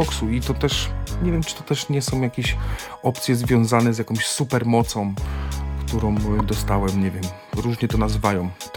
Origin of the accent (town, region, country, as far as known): Łódź, Łódź Voivodeship, Poland; born or raised there